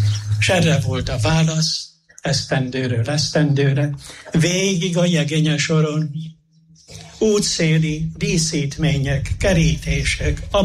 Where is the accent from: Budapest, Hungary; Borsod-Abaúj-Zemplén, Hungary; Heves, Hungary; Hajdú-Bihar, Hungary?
Heves, Hungary; Jászárokszállás; Gyerekkorom idejére emlékszem, valaki szülőhazámból, Jászárokszállásból mondta, hogy megyünk Mezőkövesdre.